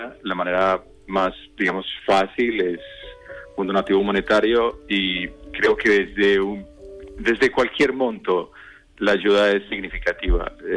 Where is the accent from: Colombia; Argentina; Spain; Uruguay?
Colombia; los vecinos de aquí, tanto los que somos colombianos como los que no, hemos estado activamente recogiendo fondos